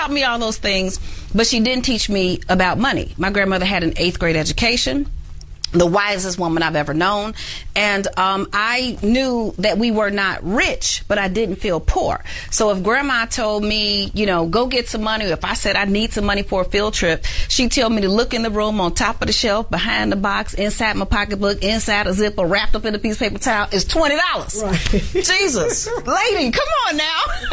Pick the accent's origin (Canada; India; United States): United States; Chicago, Illinois; I was born and raised in Chicago. As a matter of fact, my grandmother was 75 years old, cleaning homes for wealthy people, putting me through college.